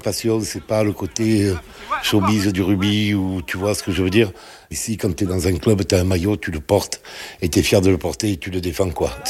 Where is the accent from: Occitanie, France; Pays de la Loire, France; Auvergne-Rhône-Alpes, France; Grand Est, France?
Occitanie, France; Grenade-sur-Garonne; accent: Grenade-sur-Garonne; now in Saint-Malo, France; Alors mon accent, non, il n'est pas tout à fait de Saint-Malo, il est d'un côté aussi sympa qui s'appelle Grenade sur Garonne